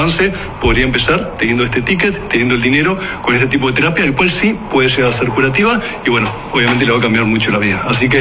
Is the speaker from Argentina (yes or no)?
no; Uruguay